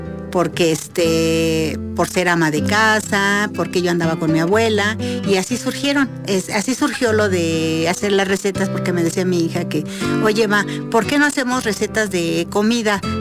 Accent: Mexico; Sí, así es, por eso yo me siento bien contenta y orgullosa de ser mexicana.

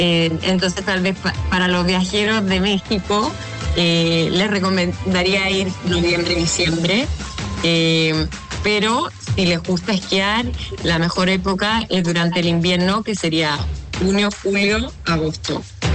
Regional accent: Chile; now in United States

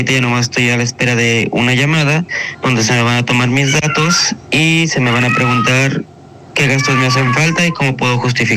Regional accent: Atlixco, Puebla, Mexico; vengo de Atlixco, estoy estudiando en el Tecnológico Superior de Atlixco

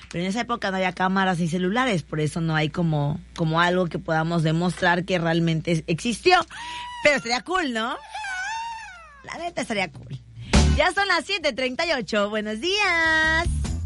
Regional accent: Mexico; como al mexicano nos gusta

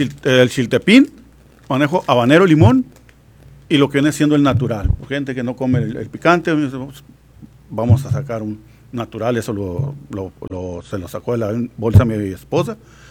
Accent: Ciudad Obregón, Sonora, Mexico; now in Mexicali, Mexico; de ahí es donde sale la carne seca Jiménez. Originario de Ciudad Obregón, llegamos aquí a Mexicali hace 15, 16 años

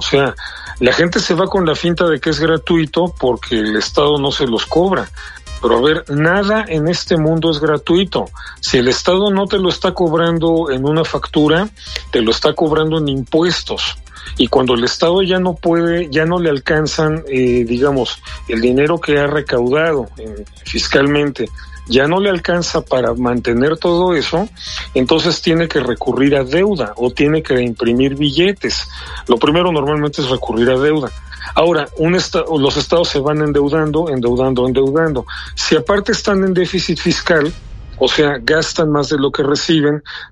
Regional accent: Mexico

